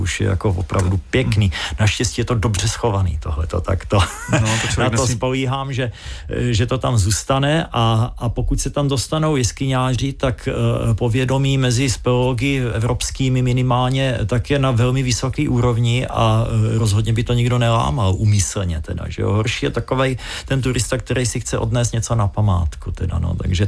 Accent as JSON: {"language": "Czech", "town": "Brno", "region": "South Moravian Region", "country": "Czechia", "tie": "born or raised there", "said": "já jsem Brňák. Tak, tam musí být poznat z toho, jak mluvím"}